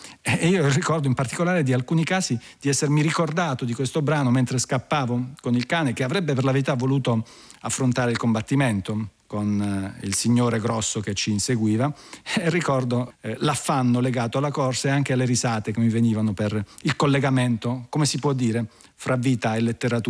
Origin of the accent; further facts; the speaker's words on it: Bari, Apulia, Italy; in dialetto barese stretto, perché io sono di Bari